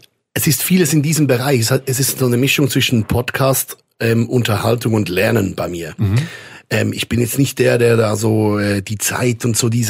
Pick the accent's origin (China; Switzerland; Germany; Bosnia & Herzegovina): Switzerland; Vitznau, Lucerne; ich bin ja tatsächlich im Hotel Vietznauer Hof aufgewachsen, ja.